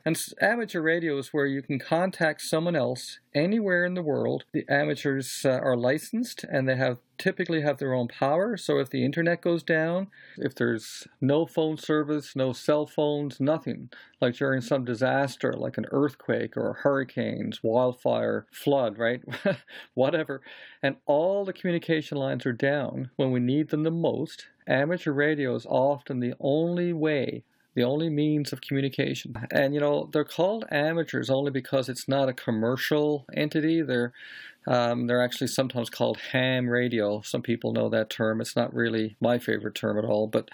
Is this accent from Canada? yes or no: yes; St. John's, Newfoundland and Labrador, Canada; I grew up in St. John's, and I could see Cabot Tower and Signal Hill from my bedroom window.